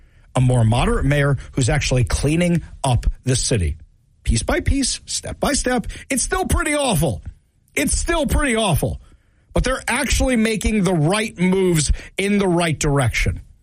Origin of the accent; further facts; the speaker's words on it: Seattle, Washington, United States; when I say I'm from Seattle, oh, really? Oh, what are you still doing there?